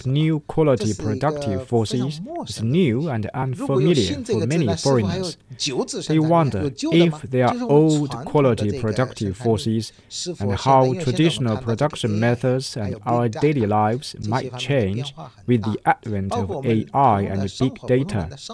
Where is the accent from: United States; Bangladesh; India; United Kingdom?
Bangladesh; With no doubt, I have developed deep affection for China. Of course, I'm from Bangladesh.